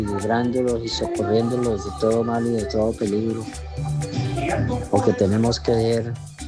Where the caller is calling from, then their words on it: Neiva, Huila, Colombia; Yo soy de Colombia, soy de Neiva. Vivo en Neiva. Vivo en la 52 con 19.